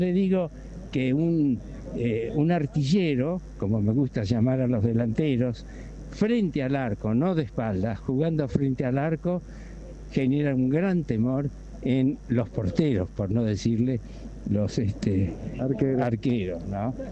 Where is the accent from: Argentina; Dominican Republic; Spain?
Argentina; Bahía Blanca, Buenos Aires Province; now in Buenos Aires, Argentina; Lo vi jugar en Bahía Blanca, yo soy oriundo de allá